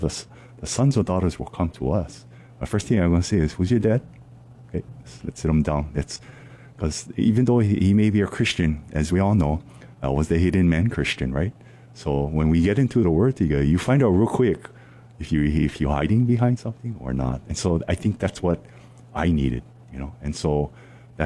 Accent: Kailua, Hawaii, United States; growing up in Kailua

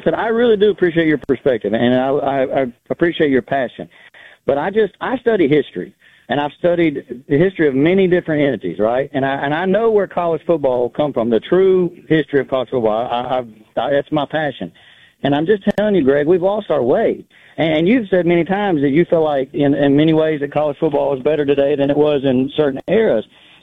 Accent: Alabama, United States; Most people born and raised right here in Alabama, we care way more about college football than we do the NFL.

